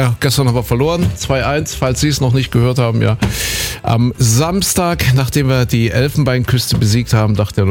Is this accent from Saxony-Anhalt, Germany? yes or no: yes; Saxony-Anhalt, Germany; Wie wir in Sachsen-Anhalt gesagt haben früher, Kuhköten, wo ich herkomme.